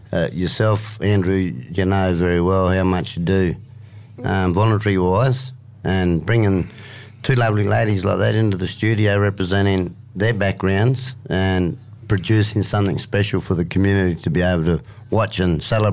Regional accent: Australia; being on our own country, being Australian

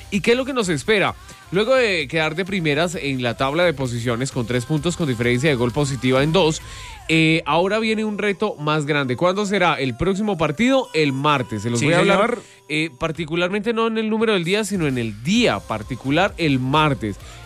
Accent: Colombia

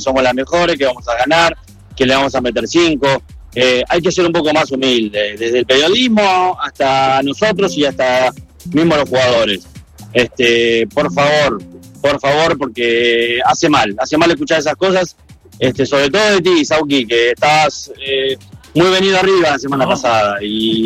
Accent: Argentina; also born or lived in Spain; Yo soy argentino, pero también soy español y quiero que le vaya bien a mis dos selecciones

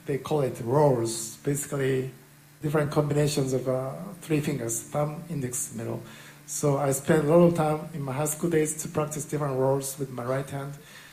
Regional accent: Japan; moved away; When I was in middle school, I was 13 years old. My dad found a used banjo at a thrift shop in my hometown in Japan.

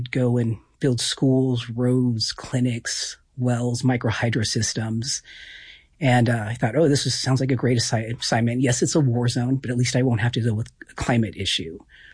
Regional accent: Portland, Oregon, United States; also born or lived in Corvallis / Eugene; now in Missoula, United States; We moved around quite a bit. I've spent most of my life up in the Pacific Northwest, up in the Portland area, or Willamette Valley, Portland, Corvallis, Eugene.

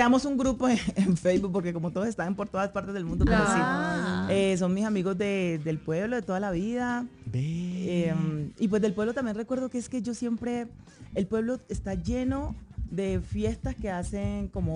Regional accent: Timbiquí, Cauca, Colombia; born there; moved away; also born or lived in Cali; Nací en Timbiquí

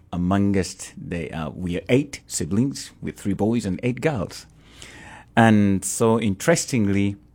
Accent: Kampala, Central Region, Uganda; So that's where I grew up from in Kampala. I grew up in church

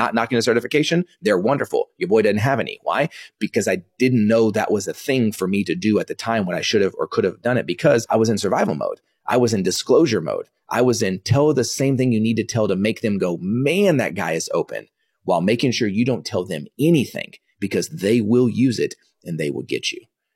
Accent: Dallas, Texas, United States; also born or lived in Kansas; So I was born in 1983. I was born in Kansas, only lived there for about a week, came back to Dallas

